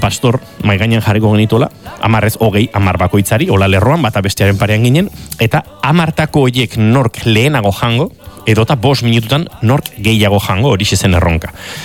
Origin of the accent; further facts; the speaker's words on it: Basque Country, Spain; ni euskalduna naiz, hau espainola